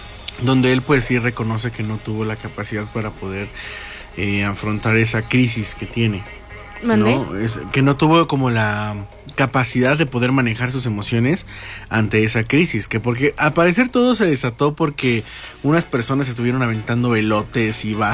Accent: Mexico; somos mexicanos

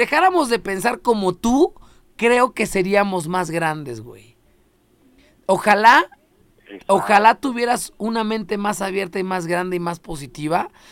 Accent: Mexico; Somos mexicanos, güey.

